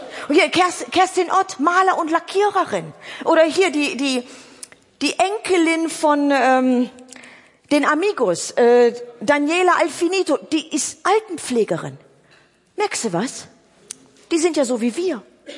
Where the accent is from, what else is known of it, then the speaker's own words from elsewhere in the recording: Oberhausen, North Rhine-Westphalia, Germany; Ich komme aus Oberhausen-Altstaaten. Wie hört sich das denn an? Ne? Der ist mitten im Ruhrpott.